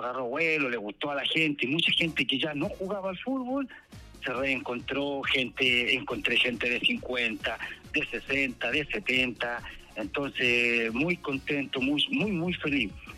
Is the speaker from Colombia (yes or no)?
no; Las Cabras, O'Higgins, Chile; Somos todos de Las Cabras